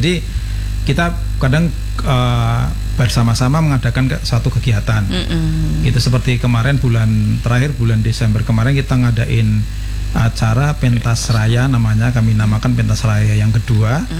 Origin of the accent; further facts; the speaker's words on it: Java, Indonesia; accent: Javanese; Karena sudah jelas dari ngomongnya aja sudah kelihatan logatnya udah Jawa.